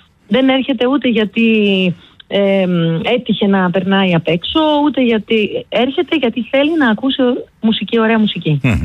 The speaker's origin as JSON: {"language": "Greek", "town": "Drama", "region": "Eastern Macedonia and Thrace", "country": "Greece", "moved": "yes", "lives_now": "Athens, Greece", "said": "Να σου πω ότι όταν κατέβηκα στην Αθήνα, επειδή εγώ ήρθα από τη Δράμα και η Αθήνα ήταν πολύ χαοτική"}